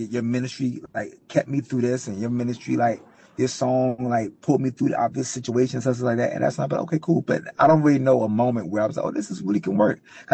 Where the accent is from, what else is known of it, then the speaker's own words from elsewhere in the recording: Philadelphia, Pennsylvania, United States; I'm from Philly.